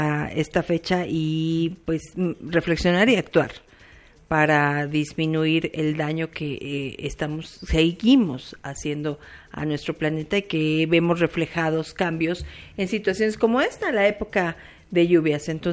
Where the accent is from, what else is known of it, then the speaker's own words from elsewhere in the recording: Mexico; pues ya sabe cómo somos los mexicanos